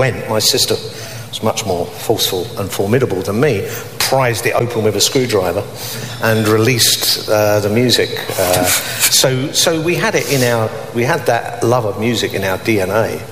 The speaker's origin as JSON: {"language": "English", "region": "London", "country": "United Kingdom", "said": "Maybe it's because I'm a Londoner and all of those."}